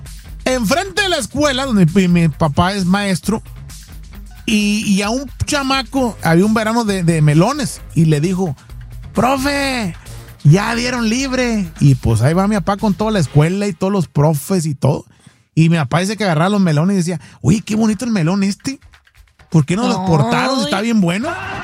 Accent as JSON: {"language": "Spanish", "town": "Estación Capoma", "region": "Sinaloa", "country": "Mexico", "tie": "born or raised there", "said": "Allá de donde soy yo, de Sinaloa, de Estación Capoma, WhatsApp, Sinaloa, México."}